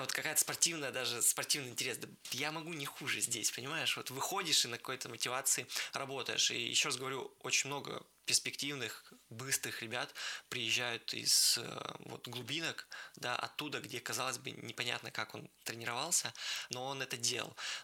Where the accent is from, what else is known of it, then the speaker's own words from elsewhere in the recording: Vologda, Vologda Oblast, Russia; когда ты бежишь именно в родном городе, вот все вокруг, родные стены. На самом деле у нас еще в Вологде, что важно для спортсменов, достаточно ровно.